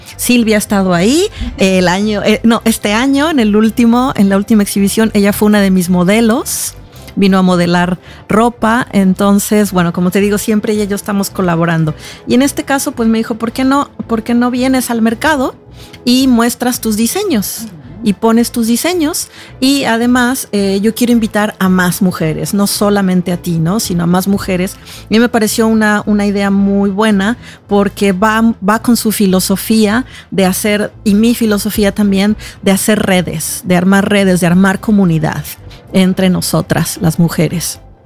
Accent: Mexico; porque no solo soy mexicana

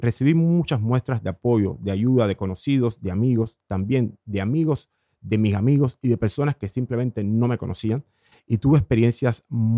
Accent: Cuba; moved away; Finalmente tuve que regresar a Cuba. He pasado un año en mi país. He regresado hace muy poco tiempo

